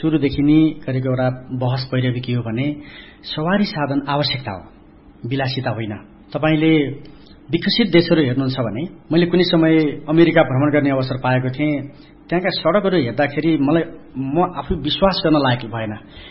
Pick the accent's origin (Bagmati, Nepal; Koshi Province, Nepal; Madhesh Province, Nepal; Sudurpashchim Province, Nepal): Koshi Province, Nepal; Khotang; moved away; मेरो घर खोटाङ हो, म यहाँबाट करिब 200-300 किलोमिटर